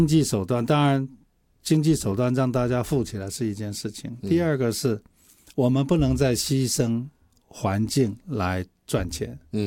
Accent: Taiwan; 我们台湾人几十年来，我们就是把很多的 effort 在处理这些

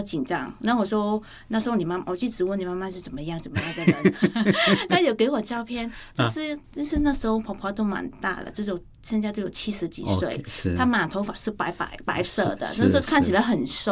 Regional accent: Vietnam; Chinese is a second language; now in Taiwan; 是因为我们越南人是比较喜欢吃辣和酸的食物

